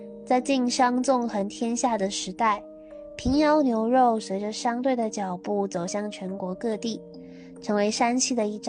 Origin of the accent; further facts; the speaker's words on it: Taiwan; Hello， 大家好，我是来自台湾的